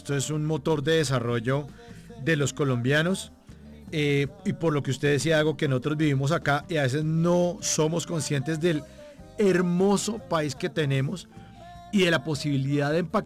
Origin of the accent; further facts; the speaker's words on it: Colombia; pues está sembrando esa semilla que necesitamos nosotros como colombianos